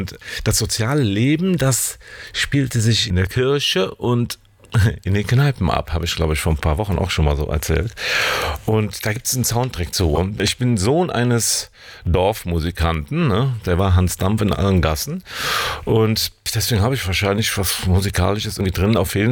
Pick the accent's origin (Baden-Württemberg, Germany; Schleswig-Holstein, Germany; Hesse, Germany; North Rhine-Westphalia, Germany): North Rhine-Westphalia, Germany; Niederkassel; ich komme ja aus dem Dorf, dörflicher geht es nicht, aus Niederkassel-Lülsdorf. Und da gab es die Raffinerie aus Wesseling, die war auf der anderen Rheinseite. Also ganz klar, vom Rhein komme ich.